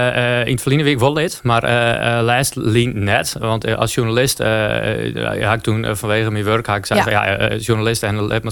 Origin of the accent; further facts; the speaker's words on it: Surhuisterveen, Friesland, Netherlands; Ik ben geboren en getogen in Sruisterveen.